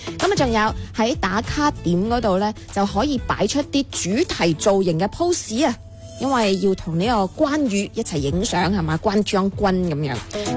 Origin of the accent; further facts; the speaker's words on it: Shunde, Guangdong, China; 土生土长的顺德人